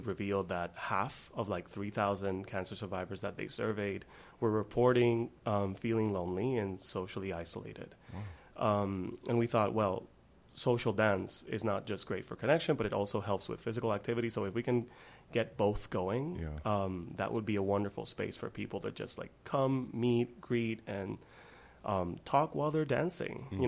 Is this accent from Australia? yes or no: no; Puerto Rico; moved away as an adult; now in Rochester, United States; I'm originally from Puerto Rico. Have been living in Rochester for approximately 3 years now